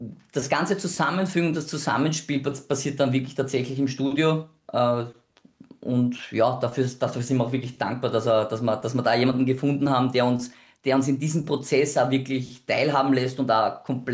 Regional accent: Vienna, Austria; born there; accent: Viennese; also born or lived in Southern Burgenland; now in Burgenland, Austria; Und ich bin ja doch geborener Wiener und der Wiener kommt dann hier und da natürlich auch durch.

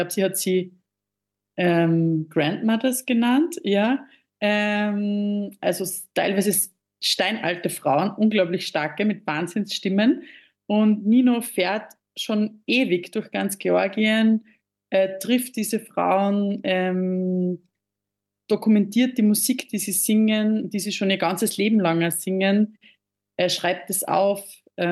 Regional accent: Styria, Austria; Also ich komme aus der Obersteiermark

